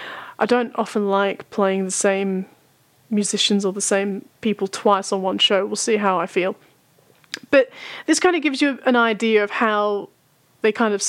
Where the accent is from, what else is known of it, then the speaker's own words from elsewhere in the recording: Melbourne, Victoria, Australia; a band from my hometown of Melbourne